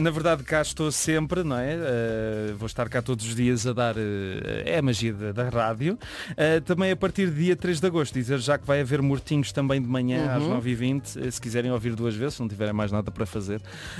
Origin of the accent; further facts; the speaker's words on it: Porto, Portugal; born there; no centro comercial de Sedofeita, no Porto, Sedofeita onde eu nasci, pelo menos é como está na minha cédula de nascimento.